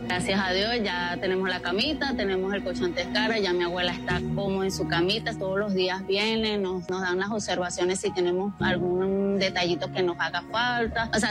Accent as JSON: {"language": "Spanish", "region": "La Guaira", "country": "Venezuela", "said": "Soy de aquí de Maredo, de los edificios que colapsaron el 24 de junio con el terremoto."}